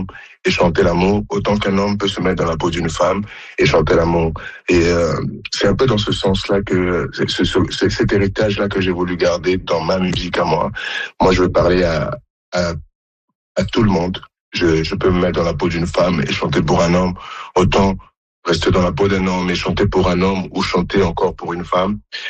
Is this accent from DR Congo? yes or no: yes; DR Congo; now in Montréal, Canada; je suis né au Congo, j'ai grandi au Congo, ensuite j'ai déménagé à Montréal depuis.